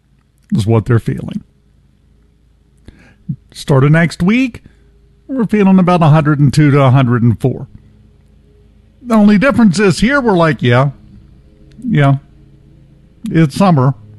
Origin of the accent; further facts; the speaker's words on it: Mississippi, United States; I'm from Southwest Mississippi.